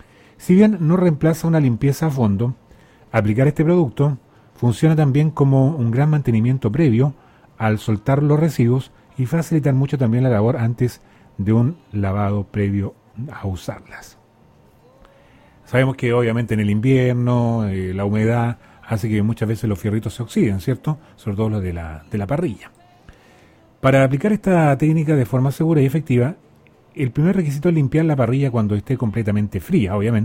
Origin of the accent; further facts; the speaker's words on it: Chile; nosotros como chilenos